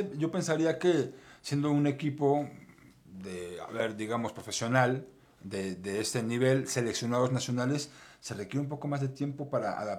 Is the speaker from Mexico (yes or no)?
yes; Mexico